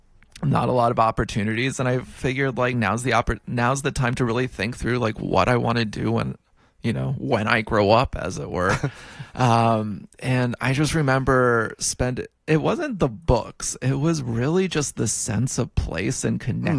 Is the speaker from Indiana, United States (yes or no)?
no; Nashville, Tennessee, United States; So I grew up in Nashville, Tennessee.